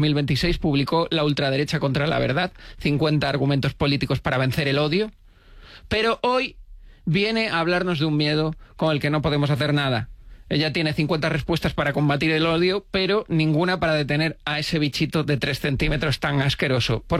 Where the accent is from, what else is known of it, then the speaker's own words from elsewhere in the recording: Tenerife, Canary Islands, Spain; born there; Es que yo nací en Tenerife.